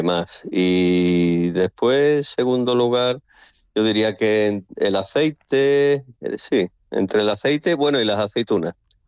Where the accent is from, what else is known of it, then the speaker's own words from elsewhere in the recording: Andalusia, Spain; Principalmente, como soy andaluz, pues la mayoría de los productos vienen de Andalucía, los importo de allí.